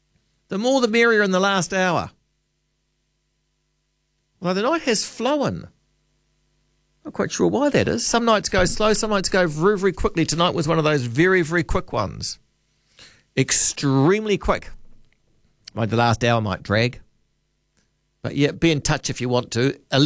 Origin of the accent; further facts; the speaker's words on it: Auckland, New Zealand; I grew up in West Auckland, going to Foot Rock Flats Fun Park.